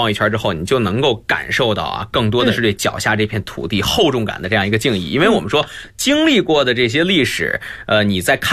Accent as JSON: {"language": "Chinese", "town": "Shijiazhuang", "region": "Hebei", "country": "China", "said": "咱们石家庄人"}